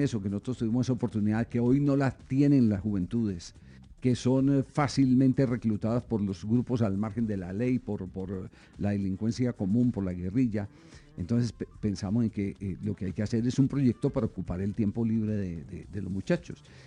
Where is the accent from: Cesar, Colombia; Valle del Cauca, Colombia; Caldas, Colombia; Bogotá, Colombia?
Caldas, Colombia; Manizales; yo me crié en Manizales, uh-huh, en el barrio Chipre